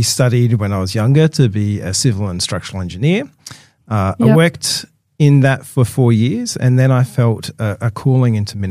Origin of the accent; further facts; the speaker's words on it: South Australia, Australia; moved away as an adult; also born or lived in Victoria; I worked for 7 years in Victoria as a pastor there. And I've been back in my home state of South Australia now for, I think it's 13 years now.